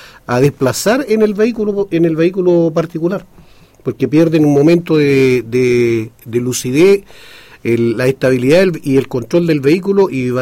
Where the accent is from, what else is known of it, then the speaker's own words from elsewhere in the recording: Chile; somos chilenos, somos, ¿sí?, patriotas